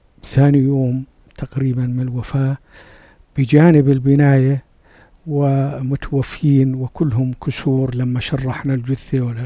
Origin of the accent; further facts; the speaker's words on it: Jordan; جريمة حصلت عندنا في الأردن قبل سنوات،